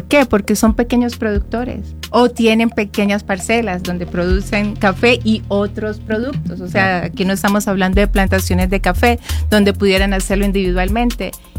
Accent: Colombia; como colombiana también sé

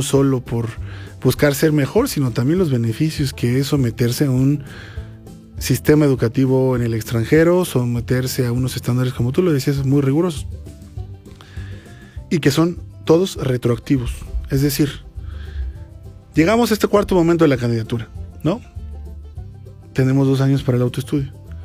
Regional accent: Mexico; Ahora, como mexicanos, la diáspora que se calcula diáspora

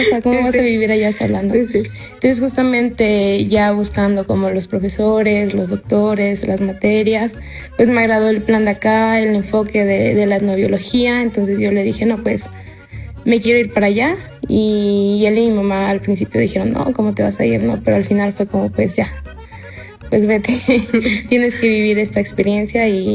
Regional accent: Monterrey, Nuevo León, Mexico; moved away as an adult; now in Hidalgo, Mexico; yo soy de la ciudad de Monterrey y estudio biología en la Universidad Autónoma de Nuevo León.

